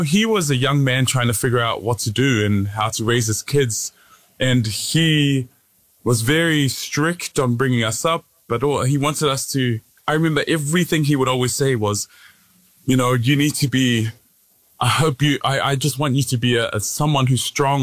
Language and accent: English; Auckland, New Zealand; moved away as an adult; also born or lived in Samoa / San Francisco; now in Paris, France; being from New Zealand, you're kind of like, I got to seize the opportunity, you know, as a Kiwi, as Samoan.